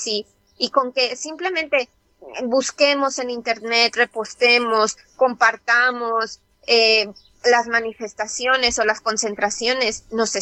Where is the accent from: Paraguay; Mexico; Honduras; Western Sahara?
Mexico; now in Spain; yo soy mexicana, que llevo viviendo muchísimos años aquí en España